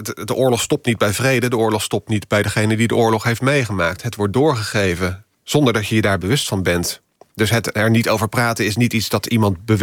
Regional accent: Netherlands; ik kom uit Nederland.

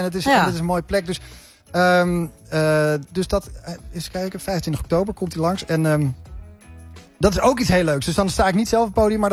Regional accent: Haarlem, North Holland, Netherlands; Haarlem is toevallig mijn thuisstad.

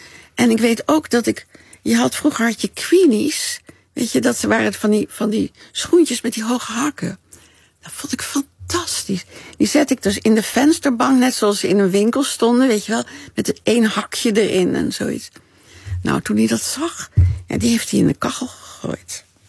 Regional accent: Haarlem, North Holland, Netherlands; born there; also born or lived in Utrecht; Ja, via Utrecht, maar ik ben in Haarlem geboren.

